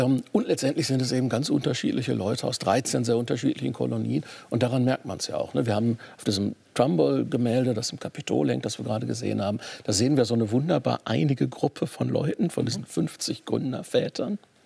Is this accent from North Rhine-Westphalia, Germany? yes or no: yes; North Rhine-Westphalia, Germany; Was an den Füßen hat, wie man bei uns in Westfalen sagt.